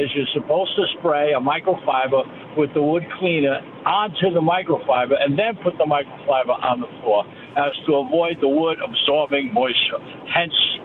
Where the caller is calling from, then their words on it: Fall River, Massachusetts, United States; I'm actually from Fall River, too